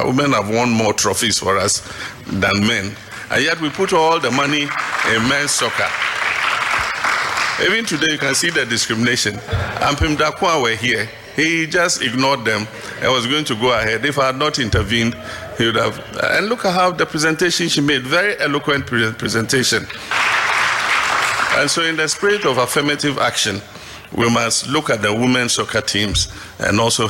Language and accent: English; Ghana; I want that in future I'll go somewhere and they say I'm from Ghana. Then they say, oh, Medeama. And I'll say, oh, yeah, I'm from Ghana.